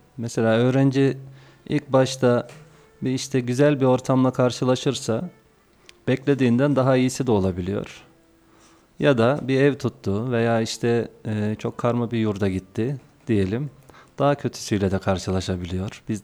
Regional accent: Ordu, Turkey; moved away as an adult; also born or lived in Kayseri; Ben Kayseri'de üniversite okudum. Ordu memleketim. Ama Kayseri için ikinci memleketim diyebiliyorum.

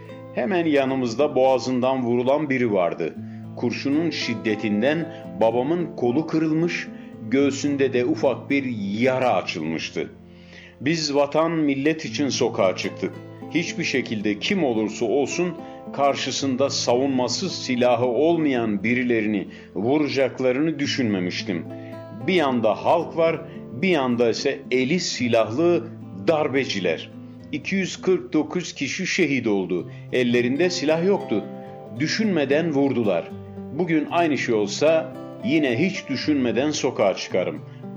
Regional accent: Black Sea Region, Turkey; Ben Karadenizliyim. Her zaman göreve hazırım.

